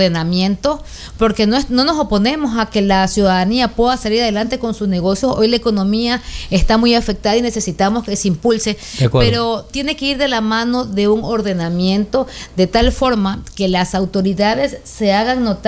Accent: Manta, Manabí, Ecuador; soy mantense, soy ciudadana manabita

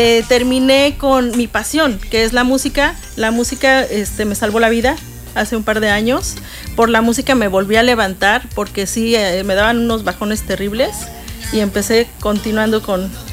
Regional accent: Texcoco, State of Mexico, Mexico; born there; moved away as an adult; now in Cancún, Mexico; Yo soy chilanga, totalmente chilanga, pero pues ya tengo 18 años viviendo aquí en Cancún. Nací en Texcoco, Estado de México, super a Colwa. Y me fui a estudiar a la Ciudad de México.

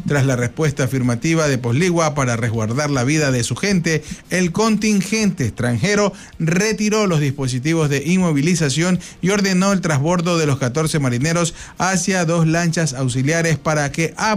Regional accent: Ecuador

